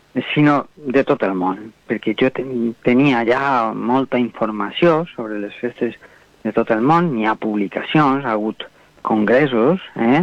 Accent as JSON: {"language": "Catalan", "town": "Villena", "region": "Valencian Community", "country": "Spain", "tie": "born there", "said": "Villena, que és el meu poble"}